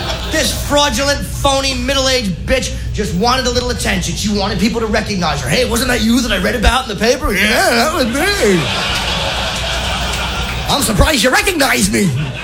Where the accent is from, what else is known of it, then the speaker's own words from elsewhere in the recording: Ireland; But I'm Irish, but I'm sorry, I don't automatically feel connected to other people just because their grandparents also had sex in a field during a potato famine.